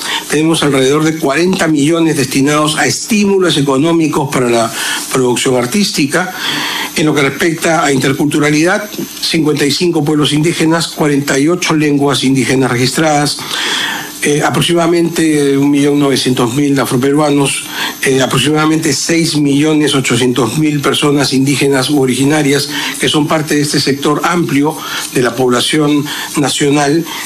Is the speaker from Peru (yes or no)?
yes; Peru; de reconocernos todos dentro de nuestras diferencias como peruanos.